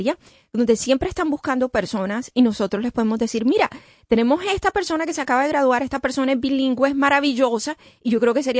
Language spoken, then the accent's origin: Spanish; Colombia; yo soy colombiana, mis hijos se ríen de mí.